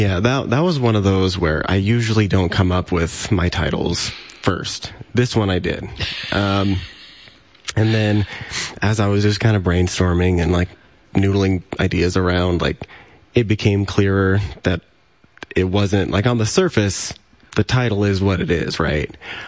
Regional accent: Norfolk, Nebraska, United States; So I'm from Norfolk, much smaller than Lincoln, but still not, you know, the tiniest town in, you know, Nebraska and all that.

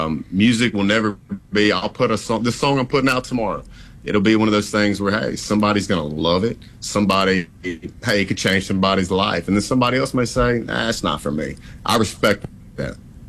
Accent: Louisiana, United States; it's a pretty surreal thing growing up in Northeast Louisiana, a little small town

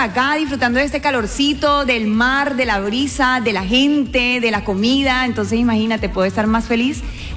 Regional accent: Santa Marta, Magdalena, Colombia; moved away as an adult; Yo soy Samaria. Sí, Samaria con familia santandereana.

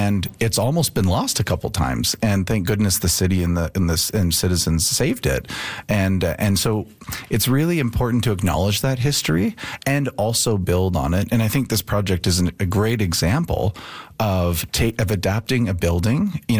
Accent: Ireland; You know, I'm Irish as well.

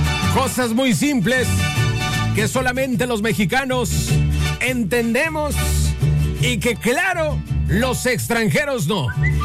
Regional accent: Monterrey, Nuevo León, Mexico; Tú sabes perfectamente que uno como mexicano, que uno como regio, compadre, que uno como mexicano, como regia, comadre, que me está escuchando en estos momentos, tenemos una jerga muy extensa.

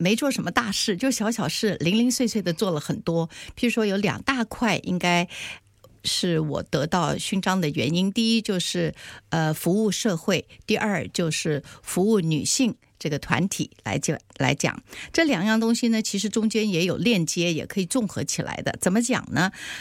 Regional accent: Taiwan; 很巧合的一件事情，我小的时候在台湾，我就很喜欢看

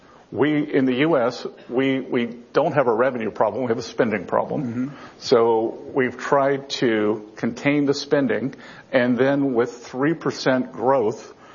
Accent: Charleston, South Carolina, United States; born or raised there

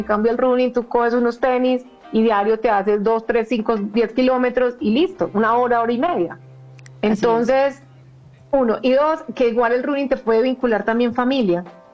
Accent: Colombia; ya que estos invitados internacionales nos conozcan como gente, como colombianos que somos, están emocionadísimos, no se imaginan.

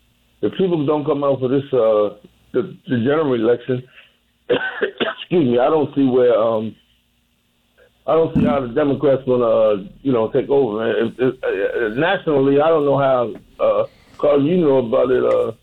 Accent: Baltimore, Maryland, United States; So I grew up in Baltimore, too. I was around when, 1968, I was 9 years old.

